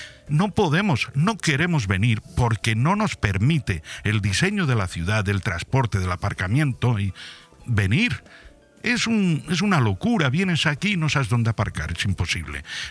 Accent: Altea, Valencian Community, Spain; Los que somos de Altea, que vivimos en Altea, y todos los de la comarca cuando venimos a Benidorm, nos crujen.

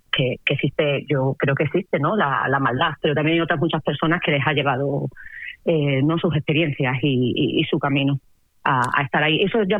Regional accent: Cáceres, Extremadura, Spain; Yo soy de Cáceres

